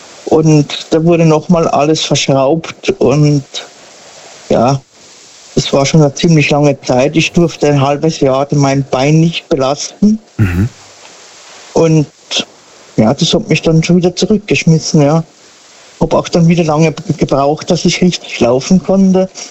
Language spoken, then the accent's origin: German; Sinsheim, Baden-Württemberg, Germany; Aus der Ecke Sinsheim.